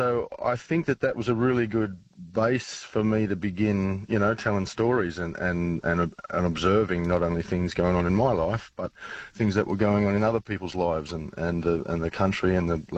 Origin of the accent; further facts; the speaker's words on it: New South Wales, Australia; also born or lived in Dubbo; I grew up out in the Riverina. I was born in Dubbo, then I moved west, south, kind of southwest of the Riverina. And I spent most of my, you know, early years and childhood growing up there, you know, amongst different small little towns and whatnot.